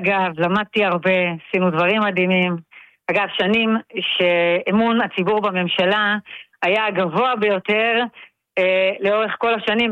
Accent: Migdal HaEmek, Northern District, Israel; אני גדלתי במגדל העמק, באמת גדלתי בבית מסורתי, ימני. ליקודי מאוד.

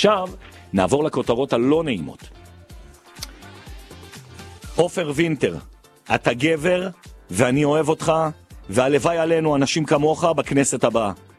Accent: Jerusalem, Jerusalem District, Israel; אנחנו גבעת מסועה. טוב, זה, כולנו פה ירושלמים

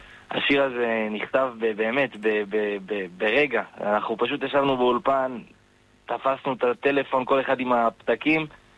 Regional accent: Safed, Northern District, Israel; בן 20, אני מצפת, כרגע משרת בצבא

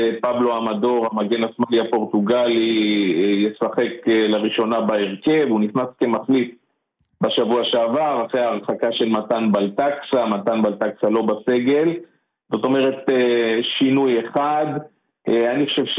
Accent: Rehovot, Central District, Israel; אני גדלתי ברחובות

